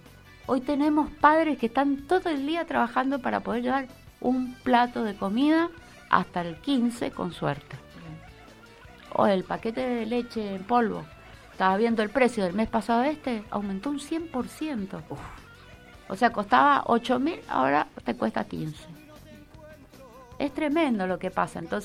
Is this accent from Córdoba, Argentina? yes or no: no; Las Heras, Mendoza, Argentina; yo soy de Las Heras de alma